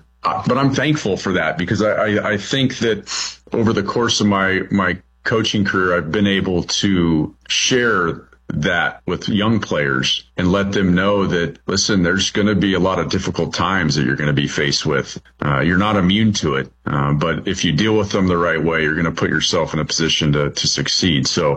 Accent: Bakersfield, California, United States; He saw that I was from Bakersfield

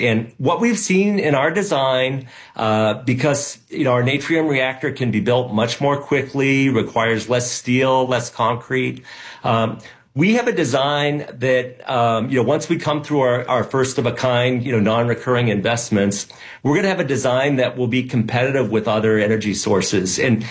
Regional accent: New Hampshire, United States; You know, I grew up in New Hampshire watching the Seabrook nuclear power plant take over 10 years to get built

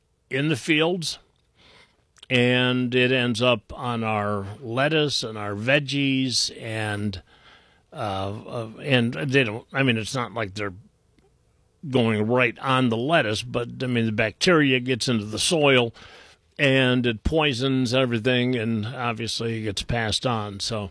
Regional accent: Willowick, Ohio, United States; I grew up in Willowick, which is just a little... the houses are basically one right next to the next and, you know, little cookie-cutter type things.

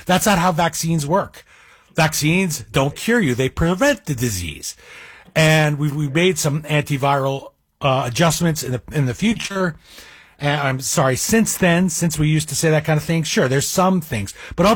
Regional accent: Cresskill, New Jersey, United States; born there; also born or lived in Bergenfield, New Jersey; My hometown of Cresco, New Jersey, the second town I lived in. I grew up in Bergenfield first

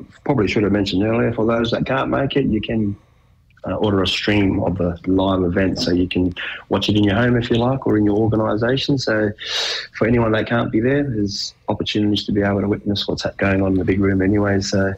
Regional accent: Koonibba, South Australia, Australia; A lot of fond memories of growing up on Coonabba Mission.

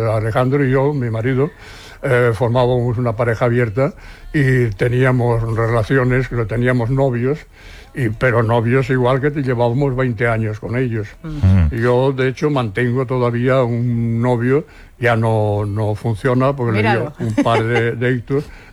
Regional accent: Seville, Andalusia, Spain; now in Barcelona, Spain; nosotros cuando vinimos de Sevilla.

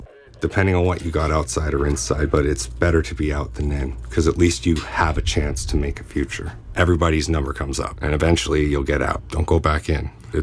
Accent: Vancouver, British Columbia, Canada; I'm from the Cayuga Checklisette tribe in Vancouver, British Columbia.

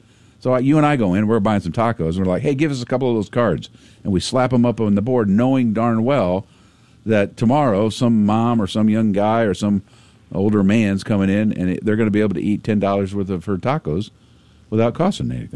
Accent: Pekin, Illinois, United States; my hometown of Pekin

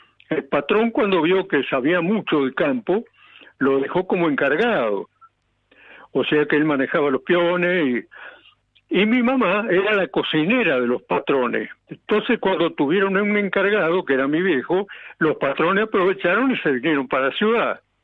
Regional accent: Argentina

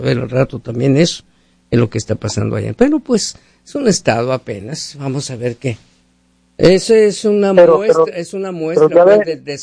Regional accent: Mexico; Somos un país de pacífico, los mexicanos.

